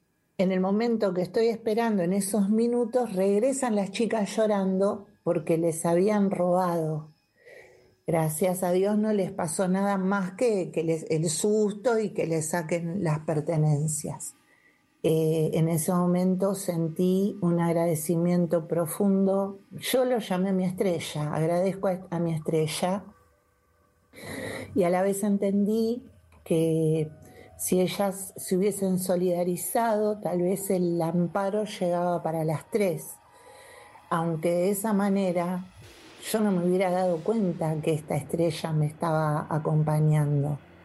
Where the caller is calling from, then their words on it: Lomas de Zamora, Buenos Aires Province, Argentina; de Lomas.